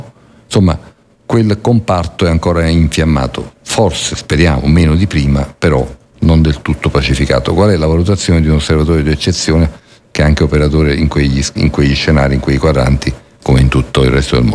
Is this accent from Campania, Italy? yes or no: yes; Naples, Campania, Italy; now in Milan, Italy; Io sono napoletano, anche se vivo 42 anni a Milano